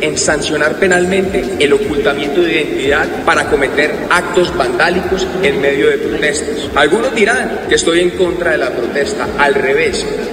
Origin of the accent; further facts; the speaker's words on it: Cali, Valle del Cauca, Colombia; Yo vengo de Cali, por eso este tema es simbólico, porque mi ciudad